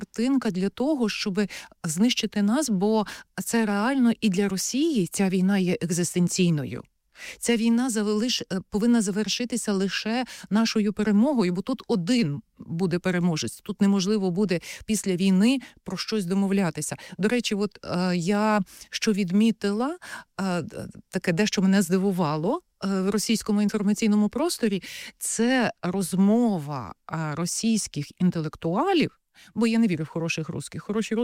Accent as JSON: {"language": "Ukrainian", "region": "Kyiv", "country": "Ukraine", "said": "ми кияни, ну, я порахувала, позавчора було 11 тривог і обстрілів."}